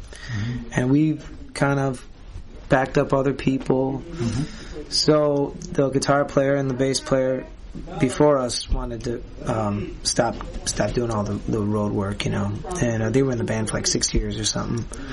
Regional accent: Clinton Township, Michigan, United States; And I grew up outside of Detroit in Clinton Township, which is like kind of by Mount Clemens.

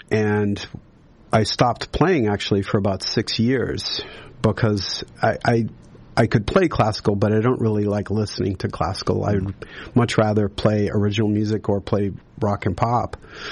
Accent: Weymouth, Massachusetts, United States; Grew up in fabulous Weymouth, Massachusetts, an amazing place to grow up. My dad and my mother both grew up in Medford and Somerville.

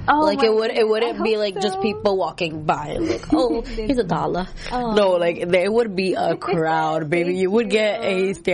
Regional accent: New York, United States; Growing up in New York, there was a lot of that everywhere.

